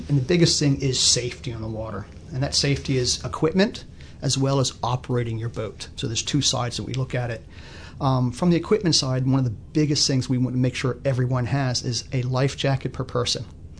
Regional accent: Bermuda; Growing up in Bermuda, water is a big part of your life.

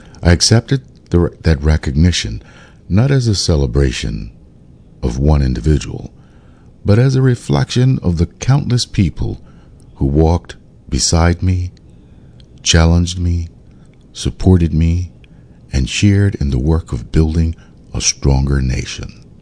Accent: Bermuda; my heart has never known a home beyond these shores, and it never will. I was born in Bermuda, but more importantly, I was formed by her people

